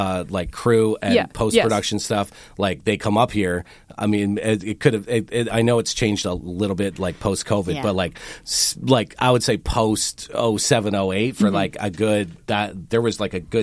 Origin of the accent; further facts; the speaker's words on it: Canada; I'm 25. I have this thing and people are interested, and we're not Canadian, but I am.